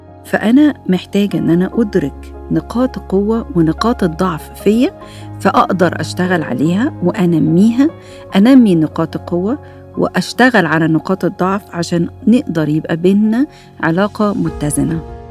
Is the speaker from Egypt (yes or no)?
yes; Egypt; عندنا في مصر هنا